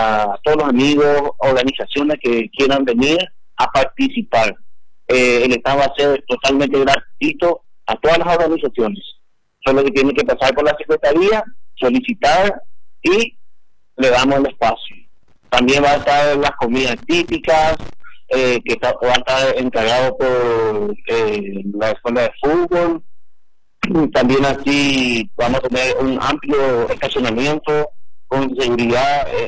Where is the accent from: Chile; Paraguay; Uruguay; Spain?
Paraguay; va a ser un evento que nos representa como paraguayos.